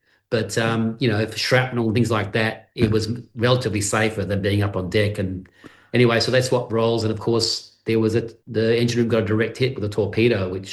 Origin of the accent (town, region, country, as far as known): Perth, Western Australia, Australia; born there